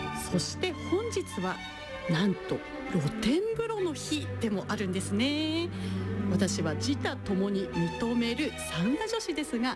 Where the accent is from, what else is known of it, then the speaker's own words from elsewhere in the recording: Yamagata, Japan; 私の地元山形に蔵王温泉というとっても硫黄のいい香りがする温泉があるんですけれども